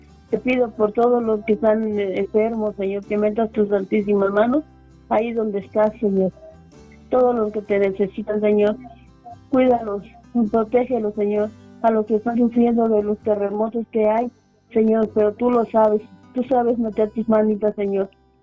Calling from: Valle de Bravo, State of Mexico, Mexico; De Valle de Bravo

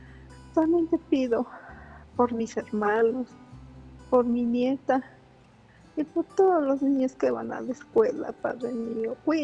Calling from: Mexico City, Mexico; De la Ciudad de México

